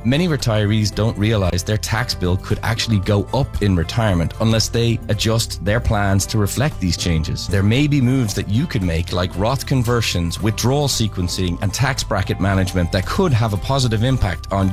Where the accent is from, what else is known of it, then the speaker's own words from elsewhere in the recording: Ireland; speaking as an Irish person